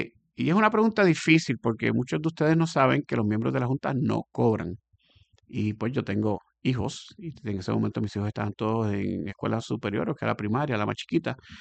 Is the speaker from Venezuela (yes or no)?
no; Puerto Rico